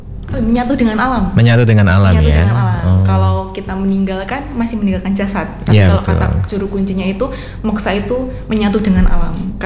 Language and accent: Indonesian; Boyolali, Central Java, Indonesia; Apalagi saya sendiri berasal dari Boyolali.